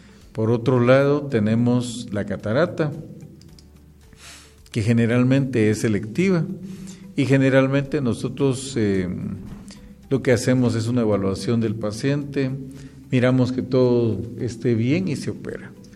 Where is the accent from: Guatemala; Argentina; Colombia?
Guatemala; Lamentablemente, como buenos chapines, mejor la otra semana, que pase la Semana Santa.